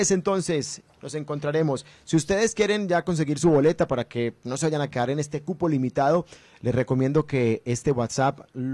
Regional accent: Colombia; Disfrutar de una fiesta gigante con todos los ingredientes que nos unen como colombianos.

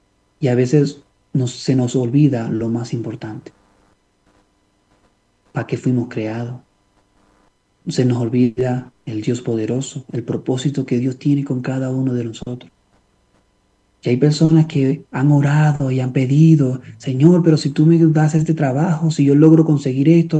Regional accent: Venezuela; Yo soy venezolano y viví la parte económica muy difícil.

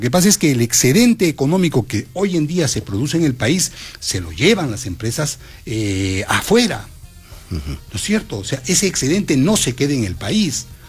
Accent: Peru

